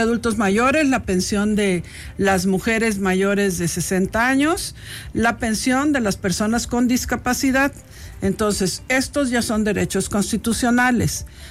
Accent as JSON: {"language": "Spanish", "country": "Mexico", "said": "qué vamos a hacer como mexicanos"}